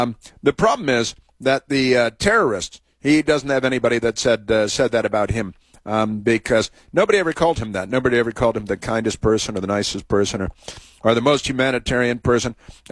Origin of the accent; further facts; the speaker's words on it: Pelham Manor, New York, United States; also born or lived in Bronxville; I was born in Bronxville, and as a kid lived in Pelham Manor in New York, Westchester County, all that good stuff.